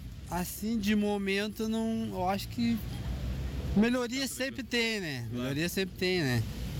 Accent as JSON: {"language": "Portuguese", "town": "Braga", "region": "Rio Grande do Sul", "country": "Brazil", "tie": "born or raised there", "moved": "yes", "lives_now": "Gravataí, Brazil", "said": "Eu sou natural de Braga."}